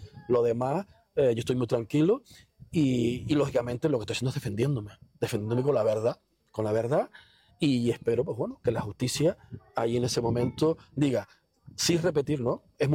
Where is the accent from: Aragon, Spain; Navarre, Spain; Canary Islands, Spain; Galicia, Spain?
Canary Islands, Spain; Betancuria; yo soy de aquí de Betancuria, como tú bien dices, en esta plaza, en esta no, porque es nueva, pero en la antigua, desde pequeñito me he caído, me he roto las rodillas y para mí ser alcalde de mi pueblo